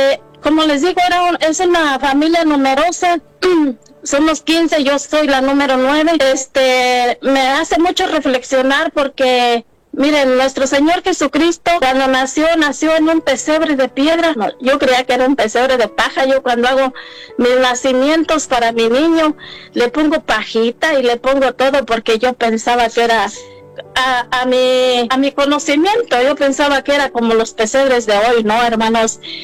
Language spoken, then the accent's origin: Spanish; Cortázar, Guanajuato, Mexico; now in Dallas, United States; Yo vengo de un lugar que de México. Ahorita aquí radico en Dallas, Texas. Ahorita estoy representando aquí Dallas, Texas, pero yo nací en Guanajuato. Vengo de una familia muy grande